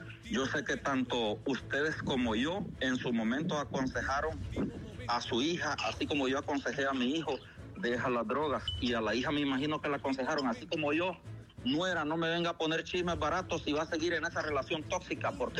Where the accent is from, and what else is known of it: Honduras